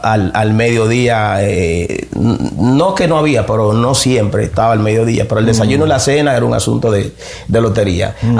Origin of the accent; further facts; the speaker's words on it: Dominican Republic; born there; Nací en República Dominicana el 14 de abril de 1976, hijo de un maestro, de un profesor de mecánica automotriz y una maestra de primaria